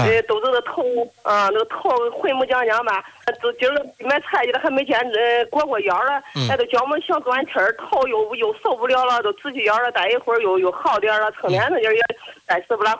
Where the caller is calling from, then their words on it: Xingtai, Hebei, China; 我邢台的